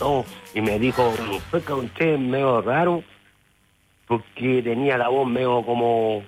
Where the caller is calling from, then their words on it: Santiago, Santiago Metropolitan Region, Chile; De Huechuraba